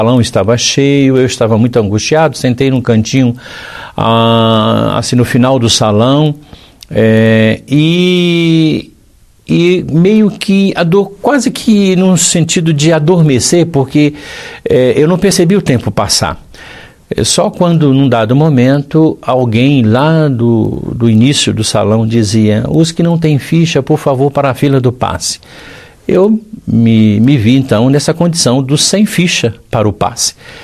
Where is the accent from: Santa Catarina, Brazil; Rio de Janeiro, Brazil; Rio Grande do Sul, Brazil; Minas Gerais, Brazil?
Minas Gerais, Brazil; nas terras mineiras, eu sou mineiro